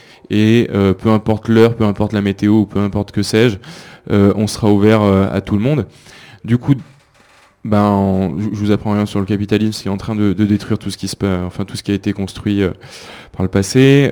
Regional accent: Grenoble, Auvergne-Rhône-Alpes, France; Moi, je viens de l'Isère, je viens de Grenoble

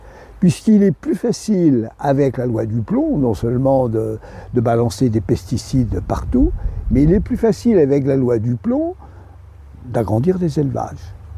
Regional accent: Brittany, France; je suis né là, juste en face, enfin je suis né, ma famille, berceau de ma famille est juste en face à Le Quirec, il n'y a pas plus breton que moi.

